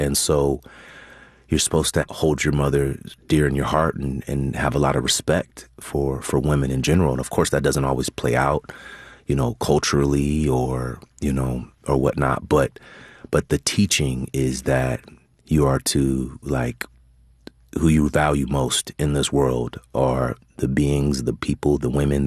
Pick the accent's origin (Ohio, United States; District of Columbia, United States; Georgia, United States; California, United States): California, United States; born or raised there